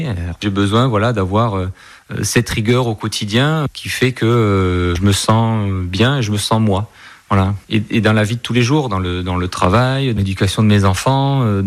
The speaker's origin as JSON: {"language": "French", "town": "Bergerac", "region": "Nouvelle-Aquitaine", "country": "France", "said": "Je suis double champion du monde. J'ai participé à deux Jeux Olympiques. Je suis originaire de Bergerac"}